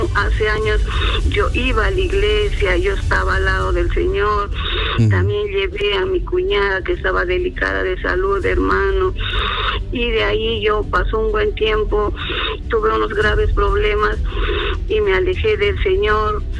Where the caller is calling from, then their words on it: Tacna, Peru; de acá de Tacna.